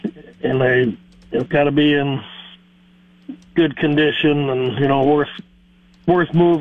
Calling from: Cleghorn, Iowa, United States

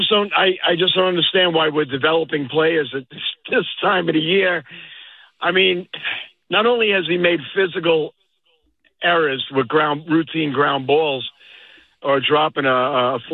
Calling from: Hicksville, New York, United States; I'm from Hicksville.

